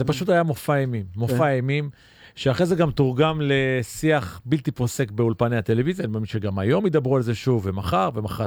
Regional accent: Kiryat Tivon, Northern District, Israel; אני גדלתי בטבעון

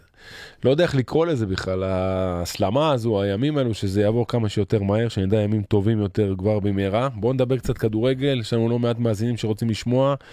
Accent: Northern Israel, Israel; המושג הזה בפועל לא קיים בצפון, אצלנו בצפון.

